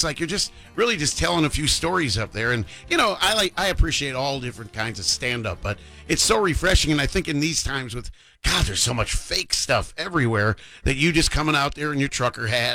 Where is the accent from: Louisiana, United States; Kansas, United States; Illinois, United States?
Illinois, United States; Chicago; moved away as an adult; also born or lived in Oklahoma / Tulsa, Oklahoma; I grew up in Chicago, but I was actually born as a little kid, baby, in Oklahoma.